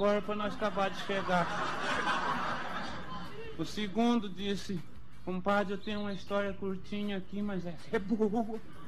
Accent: Minas Gerais, Brazil; Eu sou mineiro. Quem quiser ver um mineiro correr, só soltar um queijo morro abaixo.

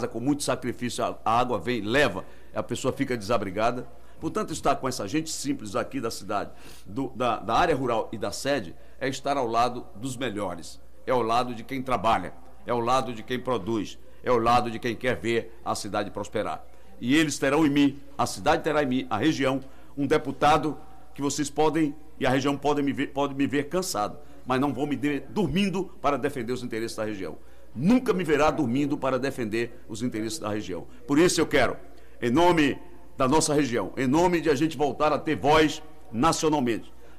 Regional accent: Ilhéus, Bahia, Brazil; eu sou oriundo da área rural, nasci aqui em Banco Central, depois fui para a cidade de Ilhéus para estudar.

